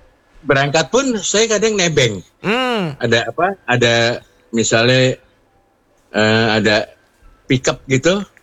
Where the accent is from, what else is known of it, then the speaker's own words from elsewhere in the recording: Jakarta, Indonesia; Saya kebetulan SD itu di dari kecil emang di Jakarta gitu kan. PTS di SD Pasanggrahan Kodam Bintaro. Itu saya betulan tinggal sama oma, sama nenek.